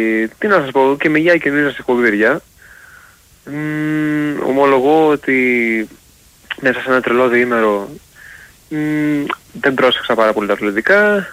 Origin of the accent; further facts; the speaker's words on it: Chania, Crete, Greece; now in Thessaloniki, Greece; Όχι, κανονικά είμαι από Χανιά. Αυτή τη στιγμή ομιλώ από Χανιά. Τις περισσότερες φορές θα με ακούτε από Θεσσαλονίκη.